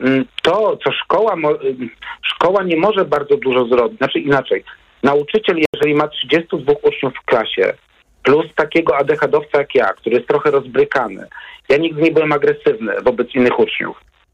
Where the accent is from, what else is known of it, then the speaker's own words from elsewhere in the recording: Warsaw, Masovian Voivodeship, Poland; ja wychowywałem się na takim osiedlu na obrzeżach Warszawy